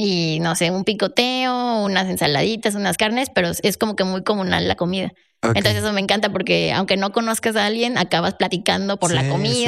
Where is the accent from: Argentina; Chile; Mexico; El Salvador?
Mexico; Mexico City; now in Monterrey, Mexico; Pues mira, vengo de la Ciudad de México.